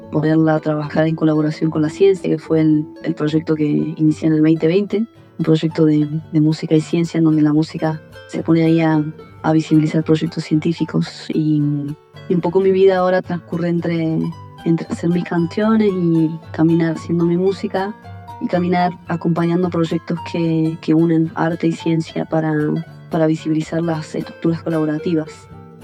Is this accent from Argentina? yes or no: yes; Argentina; de la tierra, de Argentina, la tierra en la que crecí y que me nutrió con tanto arte